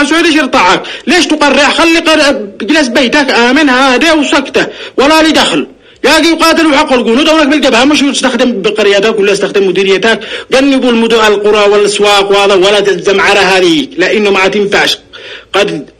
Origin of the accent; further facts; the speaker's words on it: Yemen; نحن مجتمع يمني متماسك ثقافة واحدة دين واحد أخلاق واحدة عادة وتقاليد